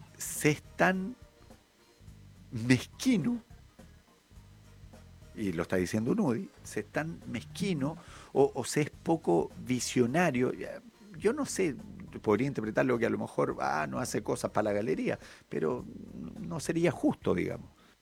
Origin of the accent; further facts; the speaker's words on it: Talcahuano, Biobío, Chile; Sí, yo soy de Talcahuano, pues, mi querido.